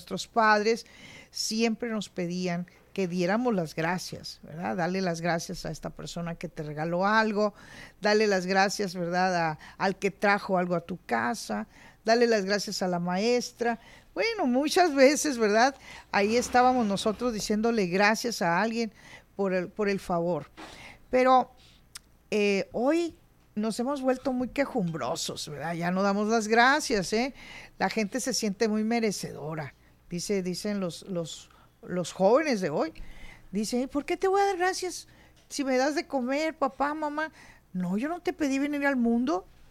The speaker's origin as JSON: {"language": "Spanish", "country": "Mexico", "said": "Somos los mexicanos, comemos frijoles, pues, desde niños"}